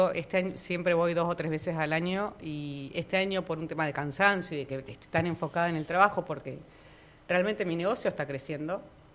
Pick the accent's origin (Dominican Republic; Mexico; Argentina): Argentina; Pero no, yo soy de Argentina.